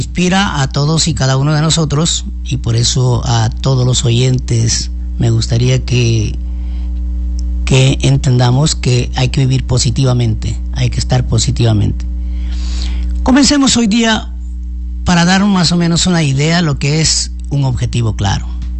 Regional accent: San Juan Bosco, Morona Santiago, Ecuador; Soy de San Juan Bosco. Hago conocer que también soy de aquí, del Oriente.

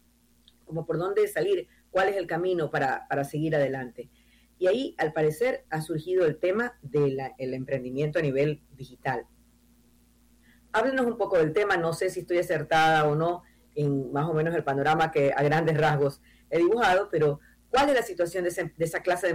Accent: Ecuador

